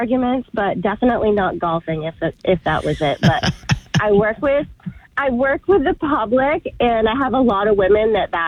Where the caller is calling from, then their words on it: Benton, Maine, United States; from Benton.